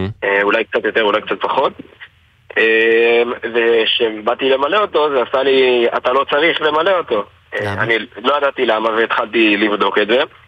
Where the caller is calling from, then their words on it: Alumim, Southern District, Israel; אני קיבוצניק מקיבוץ אלומים.